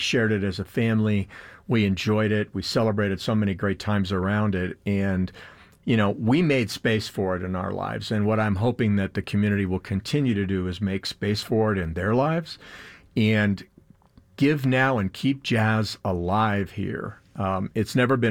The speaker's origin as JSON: {"language": "English", "town": "Denver", "region": "Colorado", "country": "United States", "tie": "born or raised there", "said": "And, you know, going back as a young man growing up in Denver, my uncle actually was a jazz pianist and introduced me to jazz when I was just a little boy, about 5 years old."}